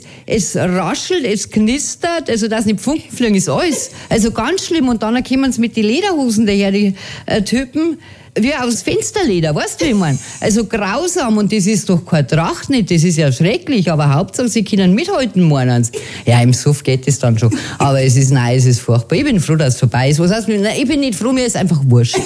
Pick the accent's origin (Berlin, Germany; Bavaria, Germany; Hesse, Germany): Bavaria, Germany; ich bin ja aus Bayern.